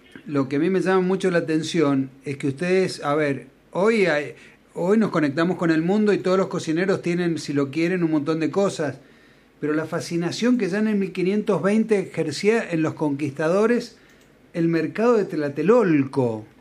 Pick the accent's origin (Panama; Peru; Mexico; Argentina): Argentina